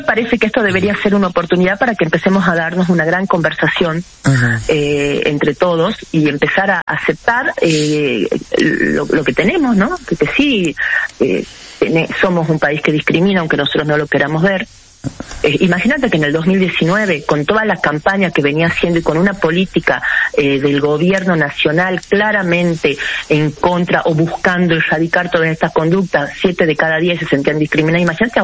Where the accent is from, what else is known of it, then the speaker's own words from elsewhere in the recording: Argentina; born there; yo soy argenta de la cuna hasta el cajón. Nunca me he sentido más argentina que ahora.